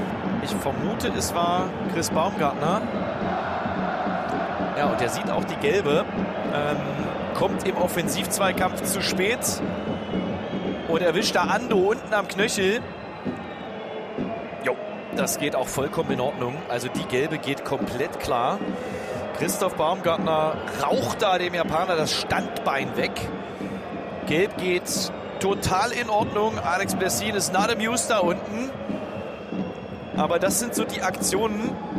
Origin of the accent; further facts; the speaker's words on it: Leipzig, Saxony, Germany; meine individuelle Sicht als Leipziger